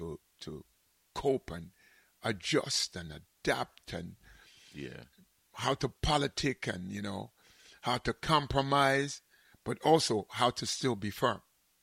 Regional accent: Jamaica; accent: Jamaican; no matter how me feel like my Jamaican accent, proper.

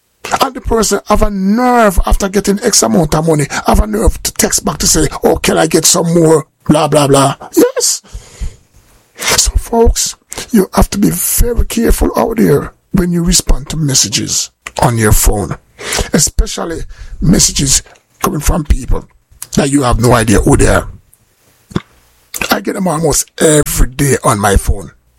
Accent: Kingston, Jamaica; also born or lived in Clarendon, Jamaica; I'm from West Kingston. I grew up in West Kingston. I was born in Clarendon. I'm a Clarendonian man. You know, yeah, man. I'm a Clarendon man. That's where I was born. But I grew up in West Kingston.

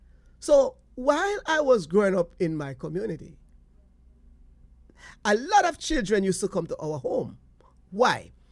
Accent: Portland Cottage, Clarendon, Jamaica; So, we grew up in Portland Cottage.

